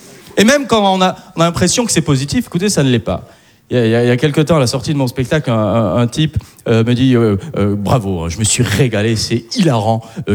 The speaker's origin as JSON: {"language": "French", "country": "Algeria", "said": "je suis content d'être algérien. Et je le dis, d'ailleurs, allègrement que je suis algérien"}